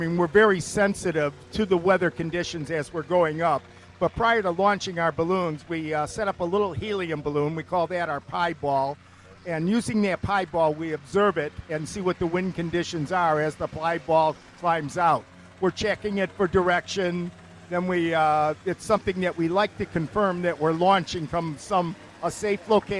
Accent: Chicago, Illinois, United States; I'm originally from Chicago.

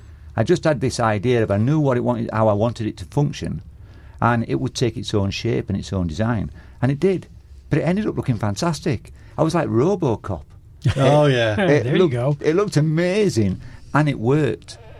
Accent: Leeds, Yorkshire and the Humber, United Kingdom; I went back to my hometown in Leeds, which is in Yorkshire in the north of England

